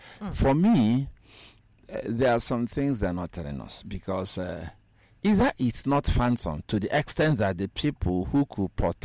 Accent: Nigeria; I think I'm struggling to get used to being a Nigerian.

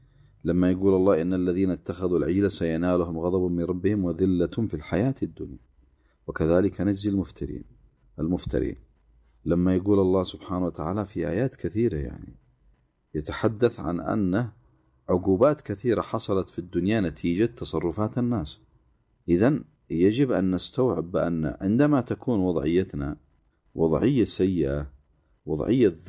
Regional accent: Yemen; إحنا كشعب يمني

